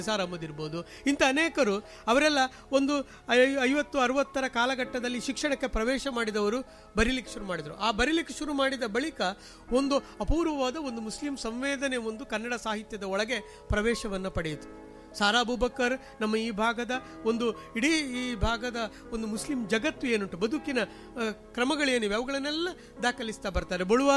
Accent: Kumbla, Kerala, India; ಇಲ್ಲೇ ಕಾರಿಕಾಡಿ ಅಂತ ಇದೆ ನನ್ನ ಊರದು, ಕುಂಬಳೆ ಹತ್ರ ಆರಿಕಾಡಿ ಅಂತ ಆಲಿ ಚಾಮುಂಡಿ ದೈವ ಇದೆ.

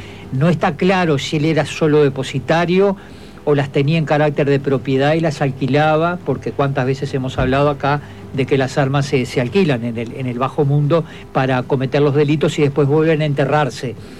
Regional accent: Maldonado, Uruguay; para quienes somos de acá, de la Gorgorita.

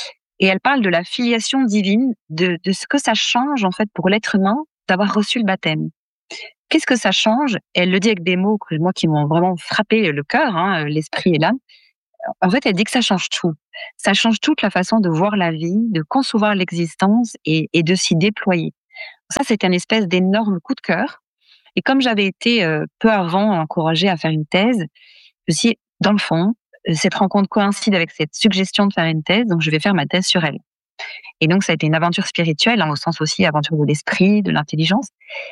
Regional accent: France; chez nous en France

